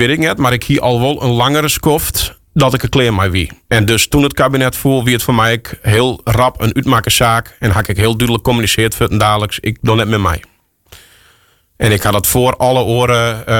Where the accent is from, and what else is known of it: Friesland, Netherlands